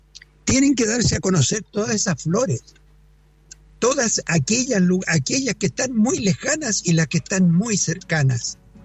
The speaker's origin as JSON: {"language": "Spanish", "country": "Chile", "said": "lo que somos nosotros como chilenos"}